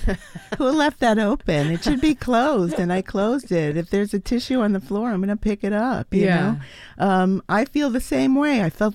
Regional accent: New York City, New York, United States; also born or lived in Buenos Aires, Argentina; I was born in Buenos Aires, mm-hmm. and my family left and emigrated to New York City.

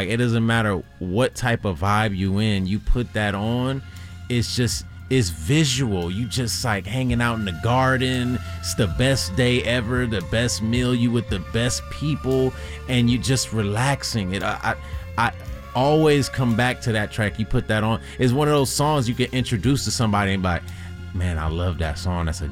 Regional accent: Los Angeles, California, United States; I grew up in Koreatown

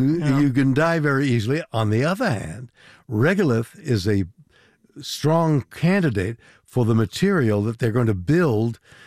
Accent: Canada; now in United States; Although I'm a Canadian, I used to think of America as our country. No, I'm a resident for longer than you were born.

